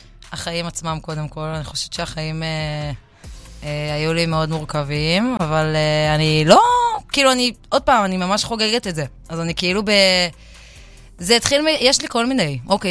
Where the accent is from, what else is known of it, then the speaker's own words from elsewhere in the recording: Rishon LeZion, Central District, Israel; שמנסה להיות דומה לאנשים בראשון לציון, ודומה לאיפה שהיא גרה, שם גדלתי.